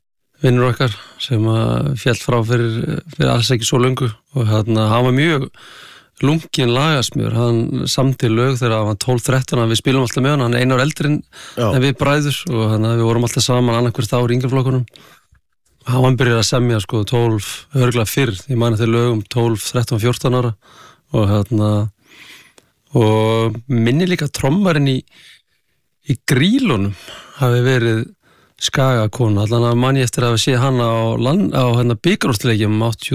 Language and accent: Icelandic; Akranes, Western Region, Iceland; Það var bara geggjað, sko. Það lítil bær þá, hann er stækka ört núna, hvað hann var örgulega 5.000 manns þegar við vorum upp á okkar besta